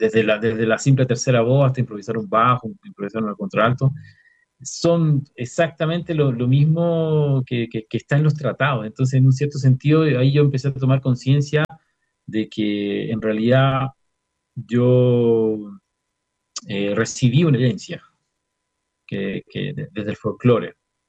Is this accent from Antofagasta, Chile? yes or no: yes; Chuquicamata, Antofagasta, Chile; musicalmente yo nací en Chuquicamata, en el sentido de que mi primera escuelita de música fue el grupo folclórico de mis papás.